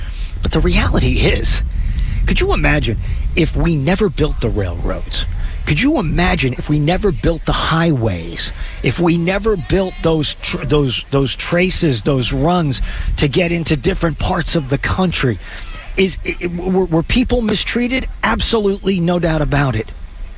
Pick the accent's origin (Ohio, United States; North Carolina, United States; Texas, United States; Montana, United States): Texas, United States; So when I grew up in West Texas, one of the things that we had was, we had the different places that you could get to.